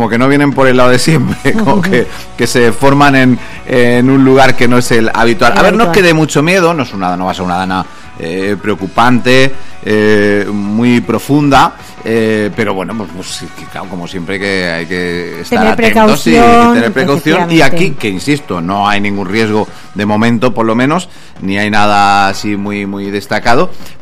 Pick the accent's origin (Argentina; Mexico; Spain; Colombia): Spain